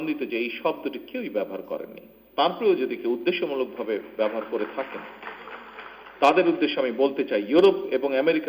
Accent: Bangladesh

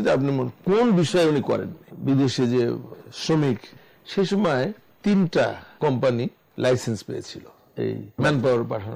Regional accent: Bangladesh; আমরা অবশ্যই বাঙালি, কিন্তু আমরা বাংলাদেশি

